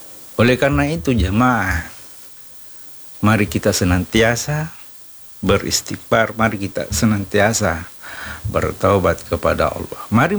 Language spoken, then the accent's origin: Indonesian; South Sulawesi, Indonesia; kita sebagai Bugis Makassar sebelum dan sesudah Ramadan itu pergi ziarah kubur.